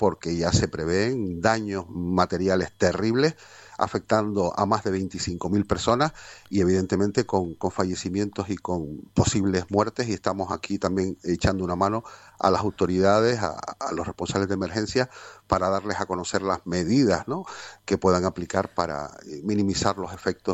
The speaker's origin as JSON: {"language": "Spanish", "region": "Canary Islands", "country": "Spain"}